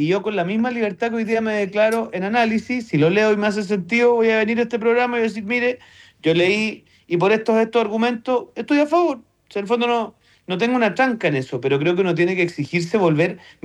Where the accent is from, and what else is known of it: Chile